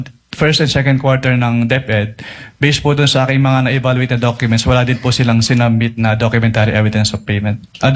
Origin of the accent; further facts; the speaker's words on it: Nueva Ecija, Philippines; born there; now in Manila, Philippines; Sa Nueva Ecija po, Your Honor.